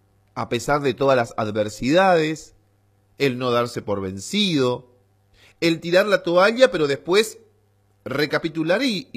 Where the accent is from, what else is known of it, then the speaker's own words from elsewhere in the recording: Argentina; como buen argentino, o como argentinos que somos